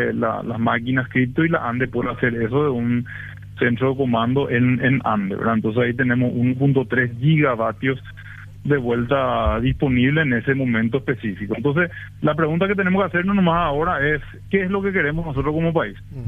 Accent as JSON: {"language": "Spanish", "country": "Paraguay", "said": "nosotros como paraguayos"}